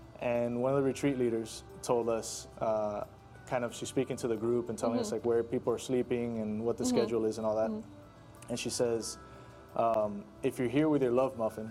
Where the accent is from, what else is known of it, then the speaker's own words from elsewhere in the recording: Miami, Florida, United States; also born or lived in Georgia / Alabama; we moved here pretty early on. So for the majority of my life, I went to school here in Miami, Catholic school from like first grade all the way through high school.